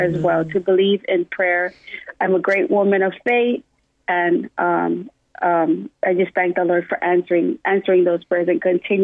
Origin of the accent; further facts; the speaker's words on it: Waimanalo, Hawaii, United States; I'm from Wamanala, born and raised, so that song is very dear to me.